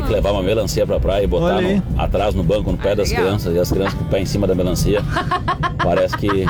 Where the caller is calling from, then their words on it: Lajeado, Rio Grande do Sul, Brazil; Somos de Lajeado.